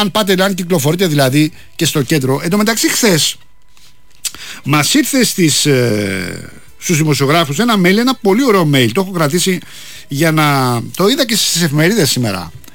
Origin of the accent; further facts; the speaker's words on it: Rafina, Attica, Greece; Έπαιρνα εγώ στην Αθήνα, στη Ραφίνα, στην πατρίδα μου τηλέφωνο τότε